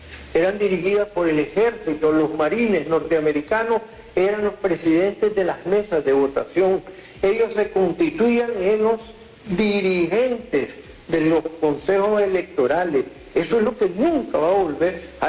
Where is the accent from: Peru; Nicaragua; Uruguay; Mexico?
Nicaragua; Somos los nicaragüenses los que decidimos cuándo y cómo serán nuestras elecciones.